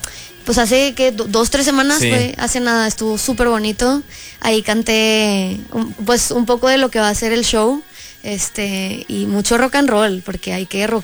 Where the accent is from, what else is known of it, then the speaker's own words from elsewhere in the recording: Monterrey, Nuevo León, Mexico; Soy de Monterrey.